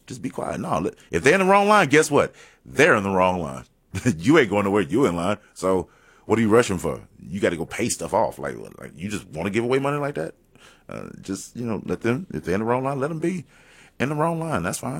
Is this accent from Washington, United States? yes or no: no; New York, United States; born there; I was born in New York.